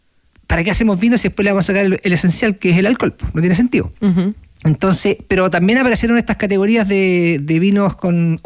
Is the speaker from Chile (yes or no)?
yes; Chile